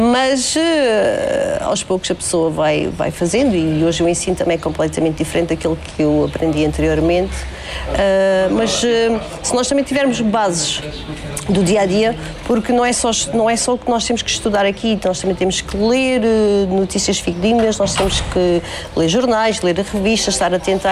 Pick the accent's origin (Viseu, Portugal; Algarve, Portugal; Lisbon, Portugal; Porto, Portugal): Algarve, Portugal; São Brás de Alportel; now in Fuseta, Portugal; tenho 42 anos, sou natural de São Brás do Portel, mas atualmente vivo na Fuseta.